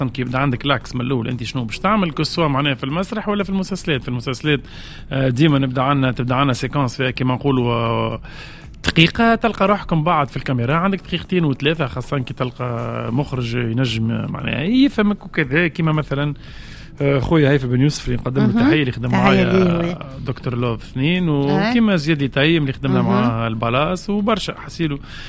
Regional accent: Ariana, Ariana Governorate, Tunisia; born there; moved away as an adult; now in Ennasr, Tunisia; كي عرست وليت نسكن في النصر اما حومتي اريانا

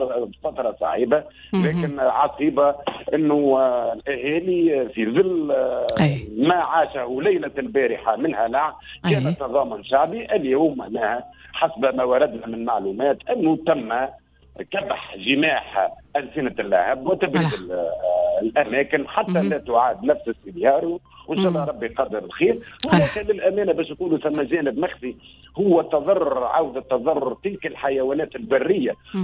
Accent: Tunisia

